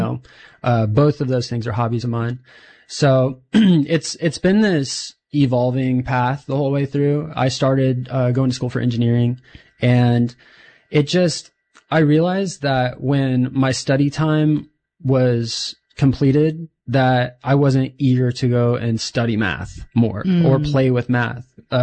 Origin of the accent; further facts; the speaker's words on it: Winnemucca, Nevada, United States; moved away as an adult; now in Ukiah, United States; I'm from Winnemucca, Nevada, born and raised out there, moved away when I was 18 and have been kind of bounced around the cities here and there. I didn't come out to Ukiah until COVID happened.